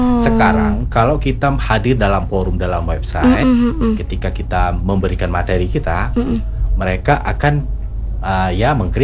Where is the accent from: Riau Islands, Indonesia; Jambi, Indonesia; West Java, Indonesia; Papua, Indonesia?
Riau Islands, Indonesia; kita nih orang Kepulauan Riau atau orang Melayu